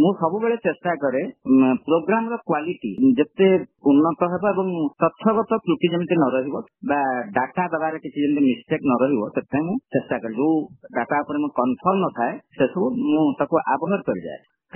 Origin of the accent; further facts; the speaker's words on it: Puri, Odisha, India; now in Keonjhar, India; ପିଲାଟି ବେଳୁ ଆମେ ତ ଆକାଶବାଣୀ କଟକ ଶୁଣି ଆସିଥିଲୁ, କାରଣ ମୋ ଘର ହେଉଛି ପୁରୀ, ଜନ୍ମଭୂମି ପୁରୀ, କର୍ମଭୂମି କେନ୍ଦୁଝର।